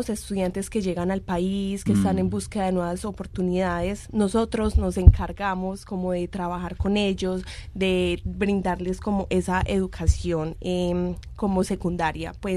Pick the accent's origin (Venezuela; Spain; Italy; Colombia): Colombia; moved away